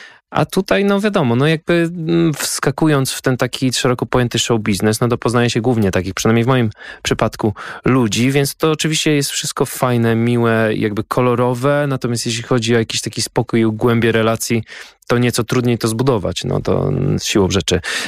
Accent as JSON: {"language": "Polish", "town": "Ostróda", "region": "Warmian-Masurian Voivodeship", "country": "Poland", "moved": "yes", "lives_now": "Warsaw, Poland", "said": "pochodzę z miasta, w którym nie ma tradycji za bardzo muzycznych, bo ja pochodzę z Ostródy."}